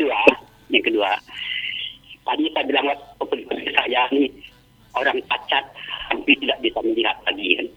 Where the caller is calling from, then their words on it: Indonesia; Desa Dusun Lanong, desa UP.